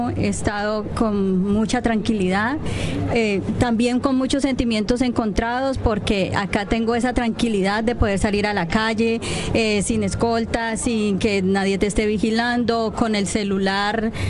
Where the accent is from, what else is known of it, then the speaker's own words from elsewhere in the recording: Cauca, Colombia; moved away as an adult; now in Asturias, Spain; yo vengo del norte del Cauca, es un territorio muy estigmatizado por la violencia